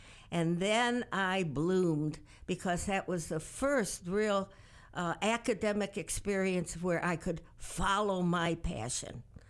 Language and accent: English; Chicago, Illinois, United States; moved away as an adult; also born or lived in Chittenden South, Vermont; now in Vermont, United States; I was born in 38. I grew up in Chicago and had a lovely, comfortable, wonderful family life.